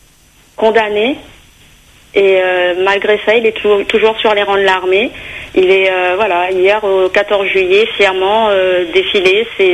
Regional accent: Réunion, France; Mais comme j'ai dit, on est réunionnais, on est sur notre terre.

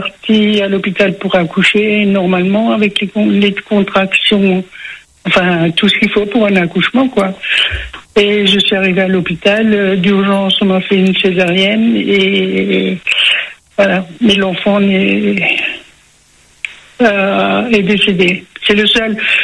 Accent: Strasbourg, Grand Est, France; moved away; À la campagne, enfin, mais je suis originaire de Strasbourg

